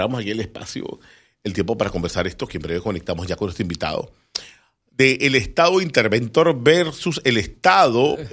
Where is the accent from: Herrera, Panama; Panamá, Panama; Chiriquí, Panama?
Panamá, Panama; Tocumen; yo que vengo de Tocumen, en donde los lotes son lotes muy grandes porque es un área rural.